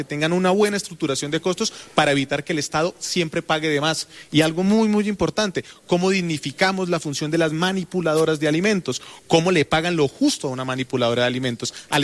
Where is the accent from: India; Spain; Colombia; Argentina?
Colombia; Vélez, Santander; sé coplas porque yo soy de Vélez, Santander, de la provincia de Vélez.